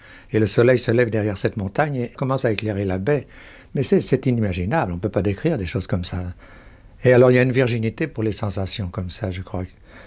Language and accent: French; France; je n'étais jamais sorti de France, je n'ai même pas été à Monte-Carlo ou en Belgique